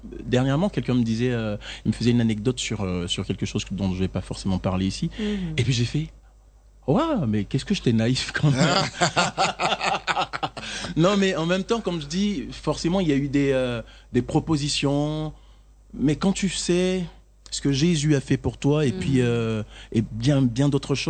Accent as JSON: {"language": "French", "town": "Man", "region": "Montagnes", "country": "Côte d’Ivoire", "moved": "as an adult", "lives_now": "France", "said": "Je viens de Mans. Mon père et ma mère sont Yakuba. Et donc je suis Yakuba."}